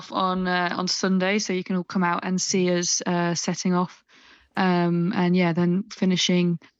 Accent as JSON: {"language": "English", "town": "Leeds", "region": "Yorkshire and the Humber", "country": "United Kingdom", "tie": "born or raised there", "said": "I grew up in Leeds, that very famous seafaring place, and grew up sailing little boats, so little dinghies, around a local sailing club"}